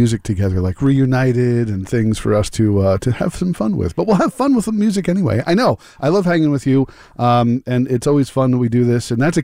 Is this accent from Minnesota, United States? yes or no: no; Hartsdale, New York, United States; … and … from Hartsdale, my hometown. Well, at least where I grew up most of my life anyway.